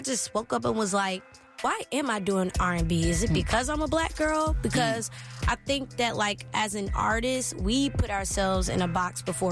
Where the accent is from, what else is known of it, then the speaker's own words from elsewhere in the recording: Pearland, Texas, United States; I'm from right here in Houston, Texas. I grew up in Pearland. Very proud to be from Pearland.